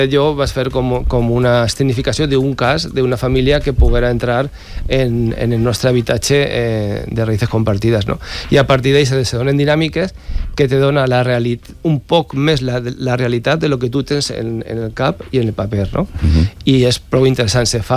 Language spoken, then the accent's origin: Catalan; Quart de Poblet, Valencian Community, Spain; moved away as an adult; now in Villamalur / Alto Mijares area, Spain; Jo soc de Quart de Poblet, jo soc neorural, duc 6 anys al Medíjar, i al principi jo pràcticament totes les setmanes baixava a Quart de Poblet.